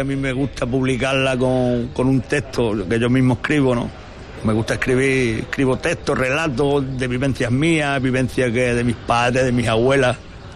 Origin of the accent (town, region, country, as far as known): Lepe, Andalusia, Spain; born or raised there